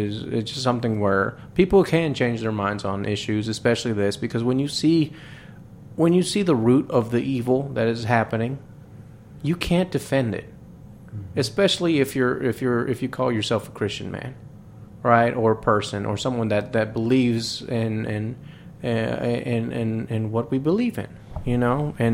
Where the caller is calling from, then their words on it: United States; just because I'm American.